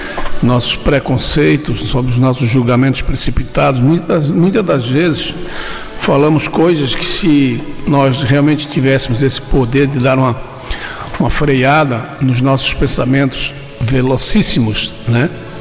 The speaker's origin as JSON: {"language": "Portuguese", "country": "Brazil", "said": "eu sou brasileiro desde pequenininho, né?"}